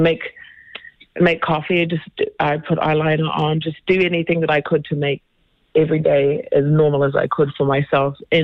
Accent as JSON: {"language": "English", "country": "New Zealand", "moved": "yes", "lives_now": "Wisconsin, United States", "said": "I'm from New Zealand, Australian over here."}